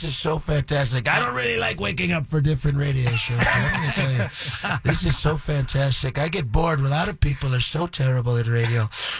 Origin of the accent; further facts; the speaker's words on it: Nigeria; moved away; I'm Nigerian.